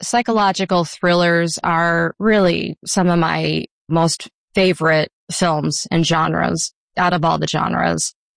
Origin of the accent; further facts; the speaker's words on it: New York, United States; I grew up outside of Buffalo, New York, deep in the woods.